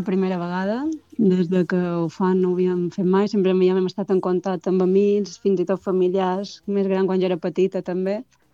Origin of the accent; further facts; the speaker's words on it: Bunyola, Balearic Islands, Spain; nosaltres som de Bunyola, i mos coneixíem.